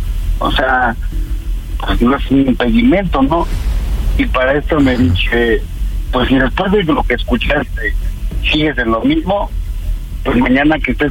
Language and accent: Spanish; Nepantla, State of Mexico, Mexico; 42 años, soy de Nepantla.